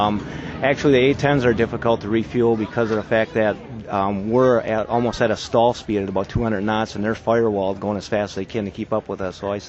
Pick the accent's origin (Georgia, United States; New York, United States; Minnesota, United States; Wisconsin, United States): Wisconsin, United States; Omro; I'm from Oshkosh. I'm from Omro, actually.